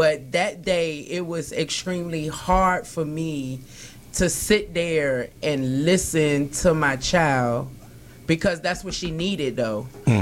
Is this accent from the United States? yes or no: yes; United States; You know, I'm from the United States.